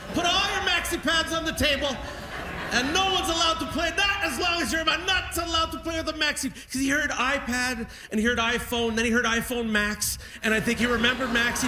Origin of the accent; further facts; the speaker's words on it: Niagara-on-the-Lake, Ontario, Canada; Thank you, Niagara-on-the-Lake, my hometown.